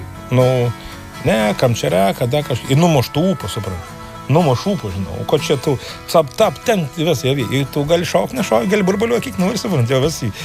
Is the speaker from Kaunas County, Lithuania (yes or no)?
no; Viekšniai, Telšiai County, Lithuania; Jo, aš esu Viekšnius, kadangi aš sakau, aš esu Viekšniškis ir aš kaip, nu, sakau visiems ir sakau, aš iš Viekšnių niekur nekuis nekels